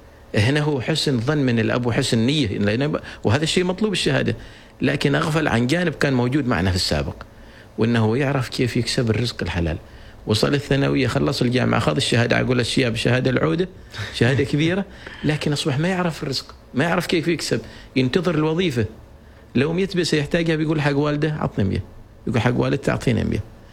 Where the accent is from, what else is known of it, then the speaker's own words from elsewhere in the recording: Oman; أني أنا عماني وابن هذا البلد ولدت في هذا البلد